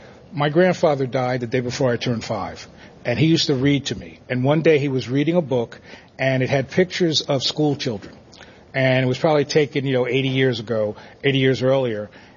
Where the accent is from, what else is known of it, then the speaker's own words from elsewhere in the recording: Belleville, New Jersey, United States; also born or lived in Newark, New Jersey; I was born in Newark, New Jersey. Hail Jersey people. I grew up in a town called Belleville where it was overwhelmingly Italian and me.